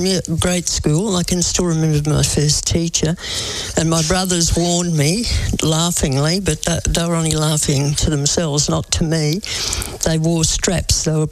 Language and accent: English; Albury, New South Wales, Australia; born there; I was born in Albury at Chelvey House, which was run by the Mercies on the 1st of the 10th, 1940.